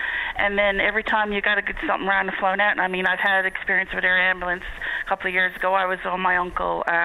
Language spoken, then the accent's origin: English; Wabush, Newfoundland and Labrador, Canada; now in outside St. John's, Canada; I grew up in Wabash, loved my life down here. I had a great life. Then I moved away, and then now I live live outside St. John's area.